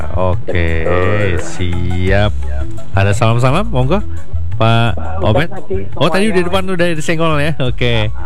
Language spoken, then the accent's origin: Indonesian; Kediri, East Java, Indonesia; tentunya sebagai orang Kediri